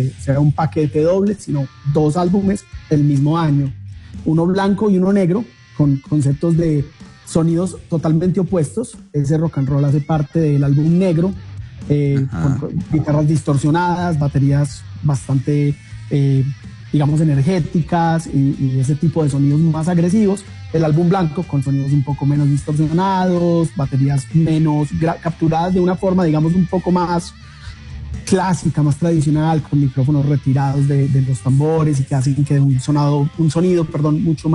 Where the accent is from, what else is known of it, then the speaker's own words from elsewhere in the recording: Antioquia, Colombia; yo soy antioqueño y quería hacer algo más relacionado, más cercano a los Andes, a la región a la que yo pertenezco